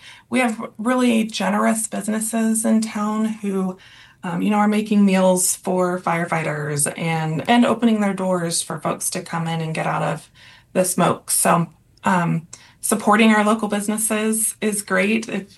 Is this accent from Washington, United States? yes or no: no; Oregon, United States; I'm from Central Oregon.